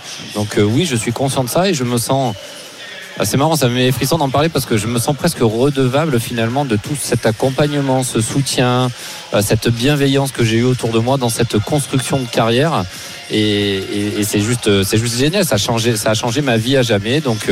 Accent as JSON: {"language": "French", "country": "France", "said": "chez nous en France, à Paris."}